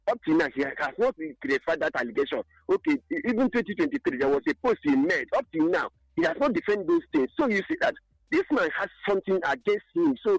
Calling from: Enugu, Enugu State, Nigeria; I'm calling from Enugu.

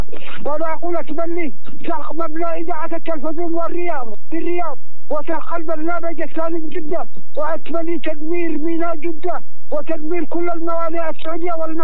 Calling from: Yemen; محافظة ابن جديد بالعزة الثانية.

